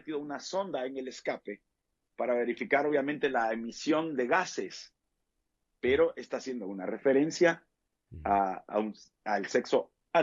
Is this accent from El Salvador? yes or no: yes; El Salvador; soy salvadoreño, vivo en El Salvador y pues soy servidor de Jesucristo